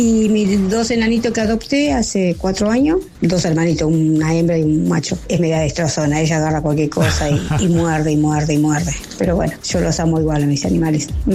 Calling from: Florencio Varela, Buenos Aires Province, Argentina; de Varela.

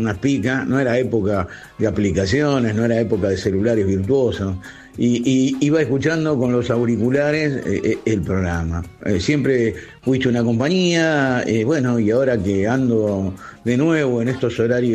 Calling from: La Plata, Buenos Aires Province, Argentina; soy de La Plata

